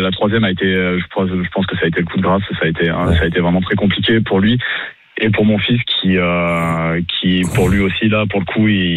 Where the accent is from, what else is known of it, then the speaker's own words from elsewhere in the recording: Limoges, Nouvelle-Aquitaine, France; on est originaire de Limoges